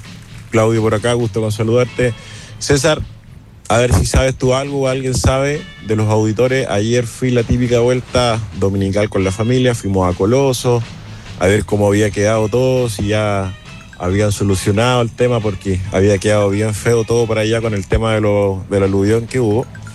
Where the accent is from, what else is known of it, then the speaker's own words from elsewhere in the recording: Chile; Y, no, como chileno, o sea, no sé.